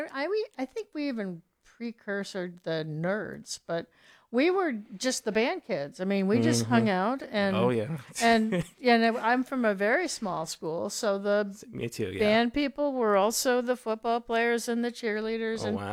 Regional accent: New York, United States; I grew up in New York

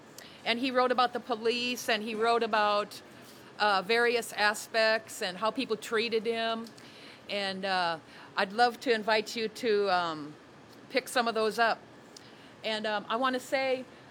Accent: Minnesota, United States; moved away; That's why I stay here. I'm originally from Minnesota. But I knew when I came here and they were fighting for the airport and boycotting the mall that I was in the right place.

